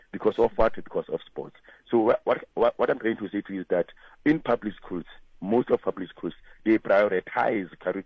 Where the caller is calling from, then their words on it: Daveyton, Gauteng, South Africa; I'm from Daveyton, and I'm an educator by profession.